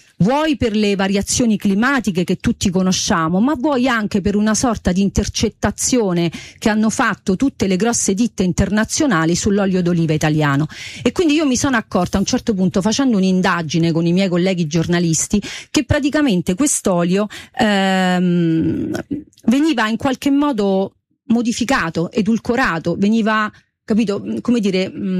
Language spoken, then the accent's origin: Italian; Lazio, Italy